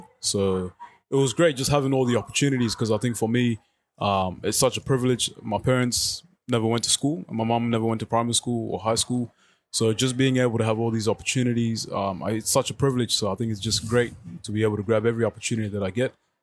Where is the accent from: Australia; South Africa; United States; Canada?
Australia; Melton, Victoria; So I grew up in Melton, low SES community. I went to Stourdon College, that's where I graduated, school in Melton South. Grew up in a pretty large family, I think about nine of us.